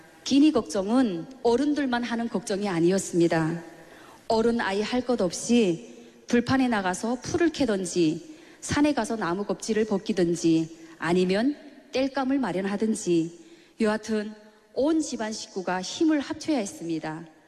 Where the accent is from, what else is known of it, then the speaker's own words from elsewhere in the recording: North Korea; moved away; 저는 북한에서 태어나 98년도까지 북한에서 살면서 한 번도 하나님에 대해서 들어본 적이 없었습니다.